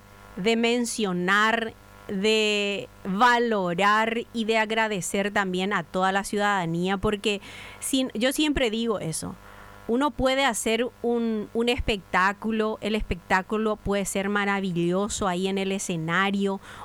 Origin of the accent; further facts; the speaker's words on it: Horqueta, Concepción, Paraguay; born there; moved away; con mi patria chica, Pechereño y Jagüé, mi querida ciudad natal, Horqueta.